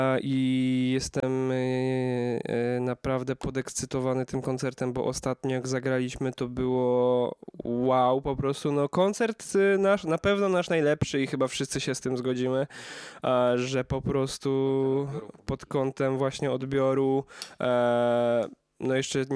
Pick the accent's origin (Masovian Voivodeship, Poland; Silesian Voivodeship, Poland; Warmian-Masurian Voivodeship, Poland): Silesian Voivodeship, Poland; Katowice; jesteśmy z Katowic